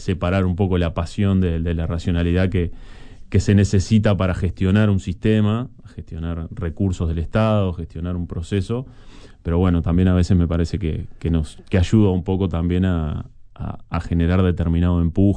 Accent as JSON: {"language": "Spanish", "region": "Montevideo", "country": "Uruguay", "tie": "born or raised there", "said": "Yo soy del noroeste de Peñarol, del noroeste de Montevideo, ahí de Alvaro Peñarol. Fui a la escuela de Peñarol frente a los talleres de AFE en Peñarol"}